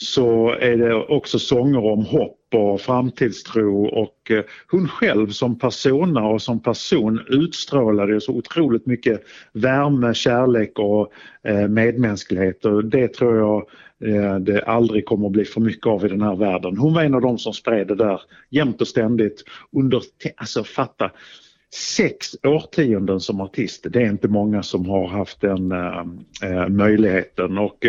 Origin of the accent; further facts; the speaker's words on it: Skurup, Skåne, Sweden; När jag var liten så lyssnade vi mycket på Radio Kristianstad hemma i Skurup där jag bodde.